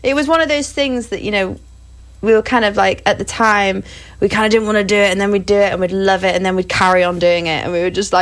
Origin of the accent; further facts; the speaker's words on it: North West England, United Kingdom; Grew up in Cheshire, which is like a little bit outside of Manchester.